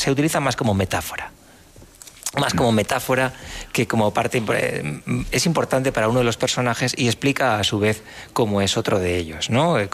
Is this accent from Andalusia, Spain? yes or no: no; La Rioja, Spain; yo no soy de allí, soy riojano, y antes de eso trabajé durante muchos años en Zaragoza.